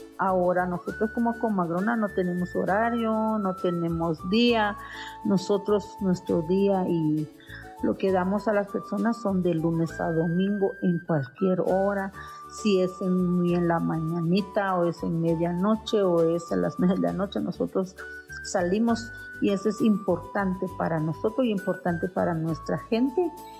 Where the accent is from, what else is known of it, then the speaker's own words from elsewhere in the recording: San Pedro Carchá, Alta Verapaz, Guatemala; vengo del municipio de San Pedro Carcha, Alta Verapaz.